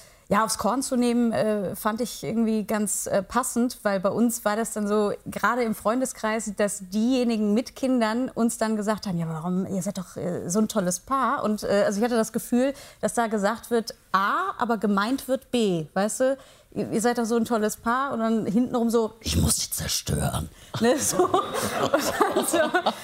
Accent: Heinsberg, North Rhine-Westphalia, Germany; ich komme aus einem Dorf, ich komme aus Heinsberg, das ist ein kleiner Ort an der holländischen Grenze.

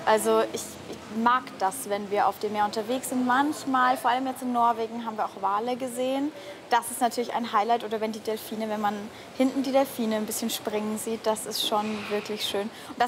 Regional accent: Bavaria, Germany; Das ist aus meiner Heimat, deswegen freue ich mich, dass wir bayerisches Frühschoppen genau. haben.

